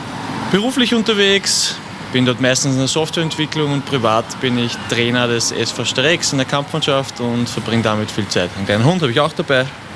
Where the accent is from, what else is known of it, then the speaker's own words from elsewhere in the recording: Linz, Upper Austria, Austria; moved away as an adult; also born or lived in Innsbruck, Austria; Ich bin in Linz geboren, bin in Urfa aufgewachsen, war dann 10 Jahre in Innsbruck